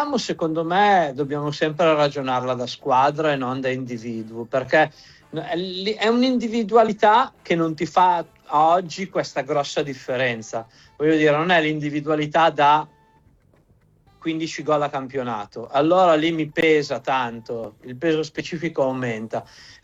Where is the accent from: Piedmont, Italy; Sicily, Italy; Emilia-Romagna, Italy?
Piedmont, Italy; perché siamo piemontesi, quindi ci sta che facciamo una bella torta di porri.